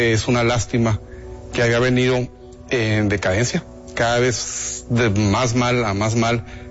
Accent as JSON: {"language": "Spanish", "town": "Piedras Negras", "region": "Coahuila", "country": "Mexico", "said": "Nosotros somos de Piedras Negras, no nos vamos a ir."}